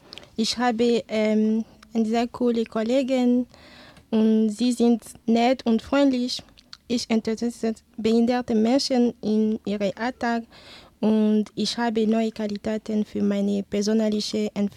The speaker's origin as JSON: {"language": "German", "country": "Togo", "first_language": "French and Ewe", "second_language": "German", "moved": "as an adult", "lives_now": "Germany", "said": "ich komme aus Togo, ich bin in Deutschland seit 1 Jahr und meine Muttersprache ist Französisch und EW. Ich kann auch Englisch und ein bisschen Spanisch sprechen."}